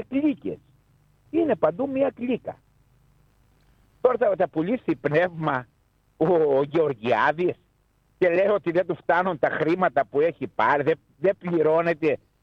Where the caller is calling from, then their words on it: Samos, North Aegean, Greece; Μ' αφορά ο τόπος μου να πηγαίνει ο Σαμιώτης καλά, να πηγαίνει η πατρίδα μου καλά.